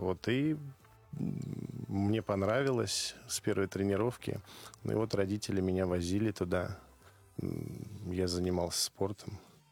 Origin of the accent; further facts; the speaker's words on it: Moscow, Russia; У нас в Гальяново, я рос в Гальяново, был пруд